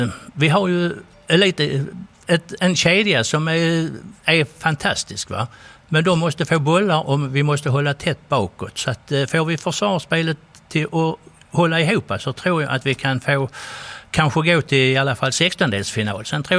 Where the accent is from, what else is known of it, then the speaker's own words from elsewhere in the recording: Sweden; Här hemma i Sverige, ja.